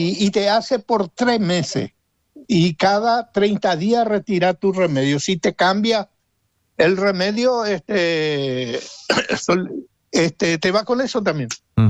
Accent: Paraguay; me estoy quejando del gobierno paraguayo, que yo soy también paraguayo.

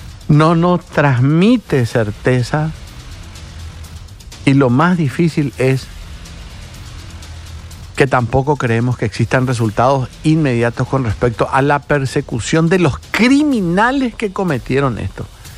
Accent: Paraguay

